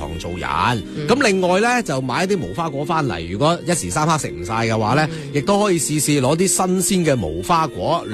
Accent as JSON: {"language": "Cantonese", "region": "Guangdong", "country": "China", "said": "就即係第三种亦都系属于我哋老广经常用嘅做法嚟㗎啦。"}